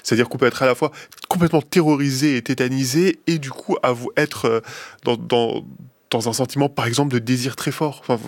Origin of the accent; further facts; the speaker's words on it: France; je suis français.